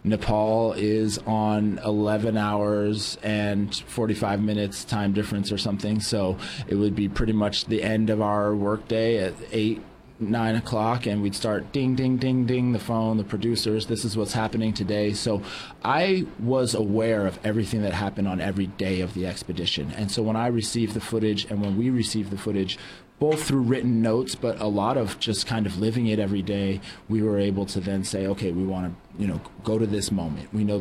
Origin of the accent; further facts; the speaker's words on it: San Luis Obispo, California, United States; I grew up in San Luis Obispo, so I want to make that music